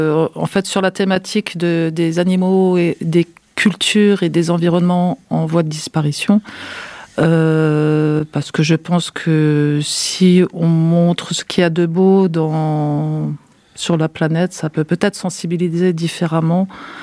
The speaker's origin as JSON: {"language": "French", "town": "Mulhouse", "region": "Grand Est", "country": "France", "said": "je viens d'une région qui était une ancienne région textile. En plus, je suis de Mulhouse, qui est vraiment une ancienne ville industrielle liée au textile."}